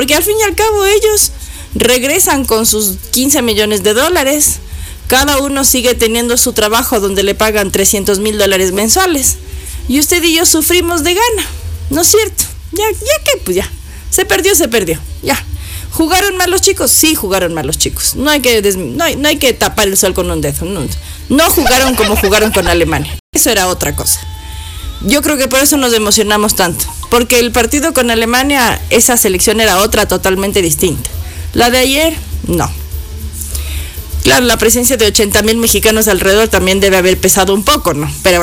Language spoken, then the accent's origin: Spanish; Ecuador; Y soy ecuatoriano, sí señor.